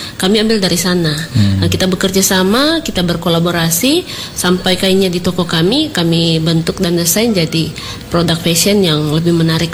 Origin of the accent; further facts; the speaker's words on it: Toraja, South Sulawesi, Indonesia; now in Makassar, Indonesia; Saya anak Toraja, tapi nggak tinggal di Toraja. Pengen juga membuat sesuatu yang bermanfaat bagi daerah kampung saya. Tapi kebetulan kita di Makassar